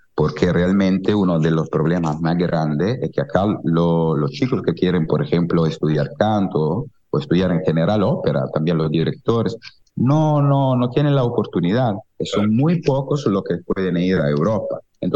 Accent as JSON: {"language": "Spanish", "town": "Genoa", "region": "Liguria", "country": "Italy", "said": "en mi ciudad, en Génova"}